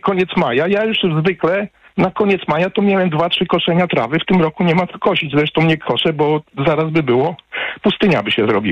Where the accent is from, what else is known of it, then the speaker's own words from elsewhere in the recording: Radzymin, Masovian Voivodeship, Poland; Urodziłem się niedaleko od Warszawy, bo w Radzyminie